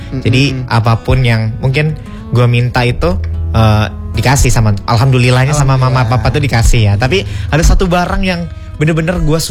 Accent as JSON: {"language": "Indonesian", "town": "Pugung Raharjo", "region": "Lampung", "country": "Indonesia", "tie": "born or raised there", "said": "boneka itu pernah ketinggalan di kampung gue. Demi gue pengen ngambil balik lagi, gue nangis-nangis di Pugung Harjo sana."}